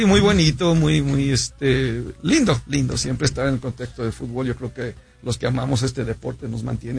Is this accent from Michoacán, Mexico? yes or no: yes; Los Reyes, Michoacán, Mexico; now in Salt Lake City, United States; Yo soy originario de Los Reyes, Michoacán.